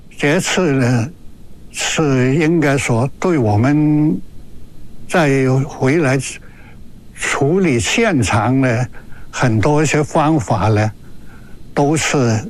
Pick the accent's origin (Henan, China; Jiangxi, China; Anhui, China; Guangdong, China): Guangdong, China; Shenzhen; 但是作为深圳人来讲呢，